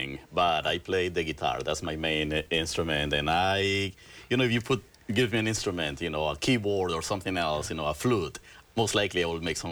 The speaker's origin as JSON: {"language": "English", "country": "Colombia", "tie": "born or raised there", "moved": "as an adult", "lives_now": "Boston, United States", "said": "I was born in South America, in Colombia. You know where I. Pretty much, you know, did most of my basic education. I did my undergraduate studies in Colombia, and then after these undergraduate studies, I came to the United States of America and have been living in this country for, what, about 20 years."}